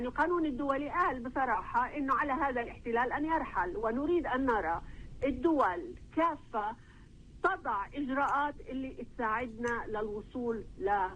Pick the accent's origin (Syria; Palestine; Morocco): Palestine; نحن كشعب فلسطيني واقع تحت الاحتلال